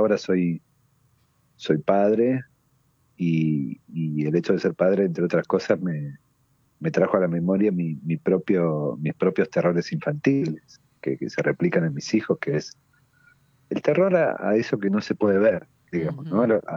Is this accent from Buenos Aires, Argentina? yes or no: no; San Francisco, Córdoba, Argentina; una tía en Morteros, que es una ciudad ahí cerca de San Francisco, donde yo nací.